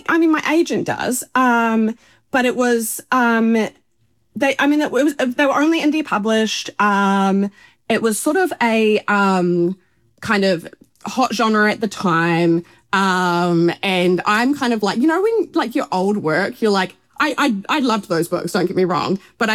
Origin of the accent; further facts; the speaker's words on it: New Zealand; Which doesn't come sort of naturally to me as a Kiwi anyway